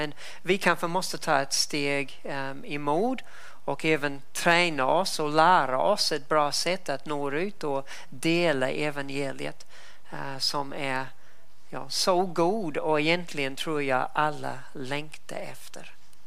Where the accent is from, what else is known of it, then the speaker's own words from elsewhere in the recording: New Zealand; sen nämnde hon mitt hemland Nya Zeeland, och det var en diskussion om dödshjälp